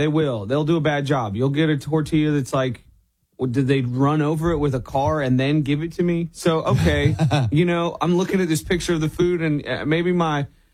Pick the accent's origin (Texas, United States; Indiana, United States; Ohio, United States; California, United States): Texas, United States; San Antonio; I grew up in San Antonio.